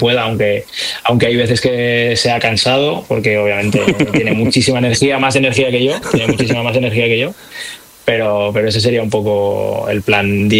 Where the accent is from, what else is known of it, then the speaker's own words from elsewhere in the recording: Catalonia, Spain; además somos los dos catalanes y de cerca además